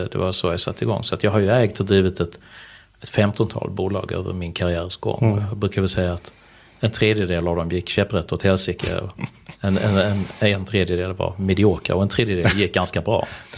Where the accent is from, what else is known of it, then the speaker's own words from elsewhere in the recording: Malmö, Skåne, Sweden; born there; Född i Malmö 1975.